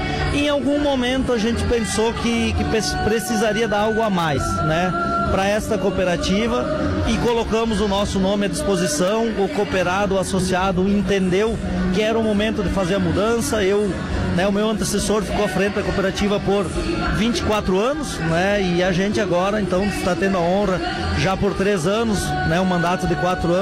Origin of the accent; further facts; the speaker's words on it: São Miguel do Oeste, Santa Catarina, Brazil; born there; Eu nasci em São Miguel do Oeste, Santa Catarina, então são daquela leva dos gaúchos que foram atrás das terras novas para Santa Catarina, para o Paraná e para o mundo, né?